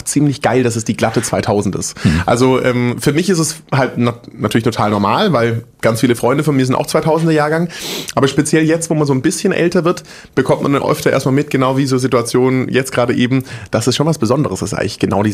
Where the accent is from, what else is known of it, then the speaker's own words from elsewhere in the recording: Großbottwar, Baden-Württemberg, Germany; also born or lived in Stuttgart / Frankfurt; Ich bin mit allem drum und dran, glaube ich, der Vorzeigeschwabe. Genau, ich bin in Stuttgart geboren, bei so einem Kaff aufgewachsen, das heißt Großbottwar.